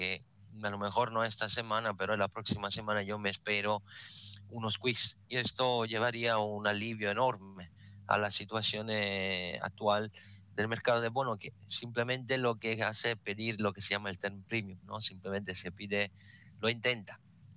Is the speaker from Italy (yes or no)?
yes; Italy; Spanish is a second language; moved away